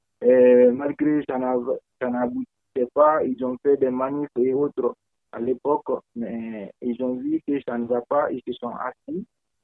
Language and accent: French; Guinea; now in France; Je viens de la Guinée-Conakry.